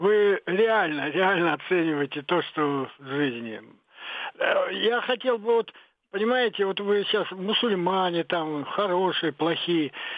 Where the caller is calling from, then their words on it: Saint Petersburg, Russia; Здравствуйте … из Санкт-Петербурга.